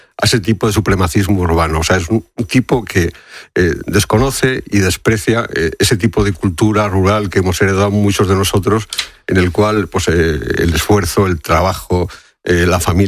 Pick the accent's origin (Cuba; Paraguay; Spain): Spain; Fermoselle, Castile and León; casualmente el barrio de mi pueblo, de Fermoselle, se llama Alto Santa Colomba.